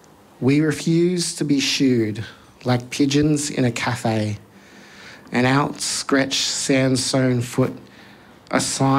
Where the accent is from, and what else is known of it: New South Wales, Australia; born or raised there